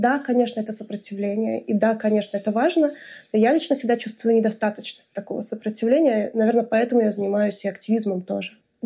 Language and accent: Russian; Omsk, Omsk Oblast, Russia; moved away as an adult; also born or lived in Moscow; now in Spain; Из России, ну да, я из России. Я из Омска или из Москвы. Жила я всю жизнь в Омске, потом жила в Москве. И уже из Москвы уехала в Грузию.